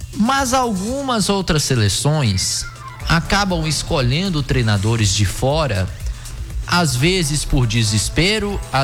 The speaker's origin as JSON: {"language": "Portuguese", "country": "Brazil"}